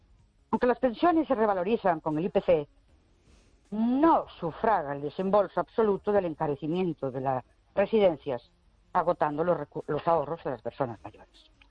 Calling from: Ourense, Galicia, Spain; de Ourense.

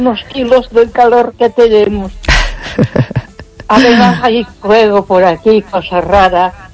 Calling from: Ponferrada, Castile and León, Spain; de Ponferrada.

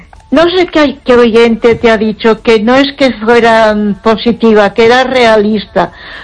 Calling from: Ponferrada, Castile and León, Spain; de Ponferrada.

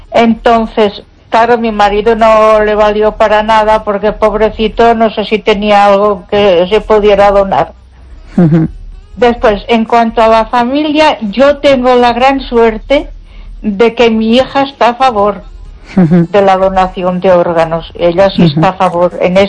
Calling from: Ponferrada, Castile and León, Spain; Soy … de Ponferrada

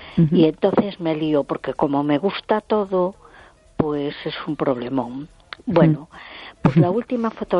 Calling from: A Coruña, Galicia, Spain; Hola, soy … de Coruña.

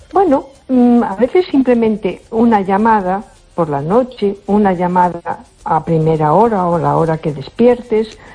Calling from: A Coruña, Galicia, Spain; de Coruña.

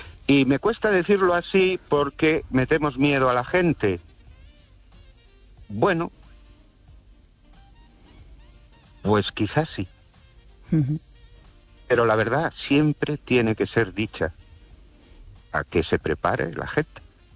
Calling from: Ourense, Galicia, Spain; de Orense.

